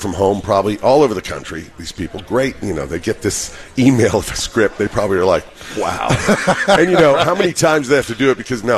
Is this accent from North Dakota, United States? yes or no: no; Houston, Texas, United States; Oh, the backstory. Born in Houston. So this is great. You know, I'm an Oilers guy.